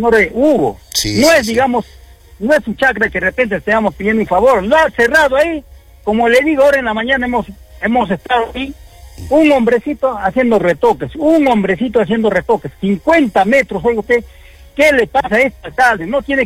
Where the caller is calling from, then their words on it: Arequipa, Peru; nosotros somos de Selva Alegre.